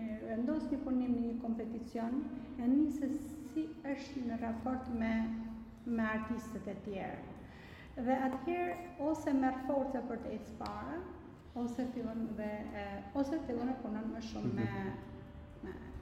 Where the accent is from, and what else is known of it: Shkodër, Shkodër County, Albania